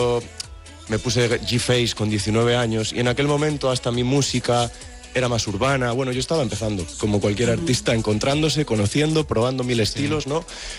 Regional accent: Galicia, Spain; más por Andalucía, por Madrid, sí, estaba más por fuera que por Galicia. Me costó ser profeta en mi tierra, como se suele decir, ¿no?

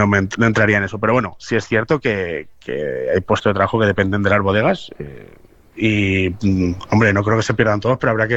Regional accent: Burgohondo, Castile and León, Spain; mi pueblo de Burgondo

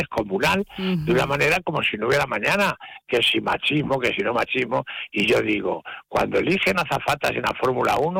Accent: Spain; Soy español.

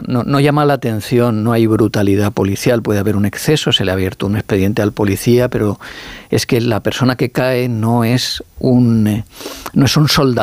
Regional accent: Alicante, Valencian Community, Spain; Y soy alicantino, o sea, valenciano.

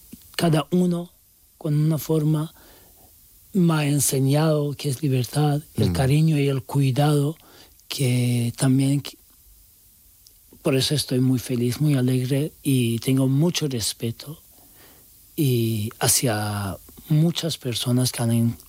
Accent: Turkey; now in Spain; soy turco y podía pasar más fácil que los otros muchos, pero de igual forma molestaban mucho y querían deportarme a Irán, que una persona de repente como un ángel llevó y me ayudó a venir a España.

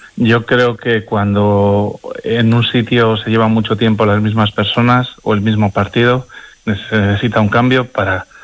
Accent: Venta de Baños, Castile and León, Spain; Yo soy de Venta de Baños

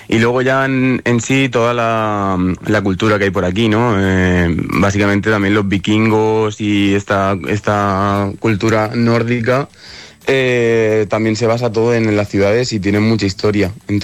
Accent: Bigastro, Valencian Community, Spain; Sí, yo soy de Bigastro. No sé si lo conoceréis, es un pueblecito

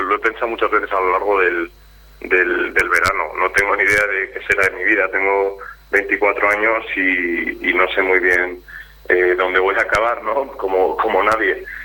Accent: Bilbao, Basque Country, Spain; Venimos yo de Bilbao

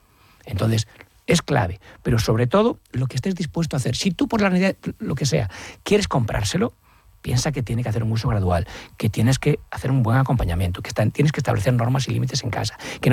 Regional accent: Galicia, Spain; Y como buen gallego yo siempre digo, depende.

